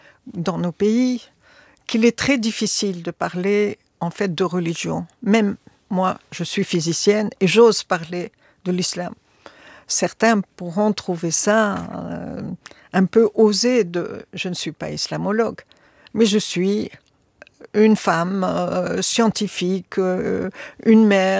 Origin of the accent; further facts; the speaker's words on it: Tunisia; Chez nous, en Tunisie, voilà.